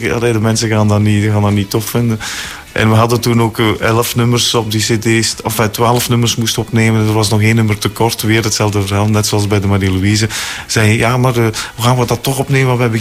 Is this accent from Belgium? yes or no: yes; Flanders, Belgium; we zijn Vlamingen en ik vind dat we er fier moeten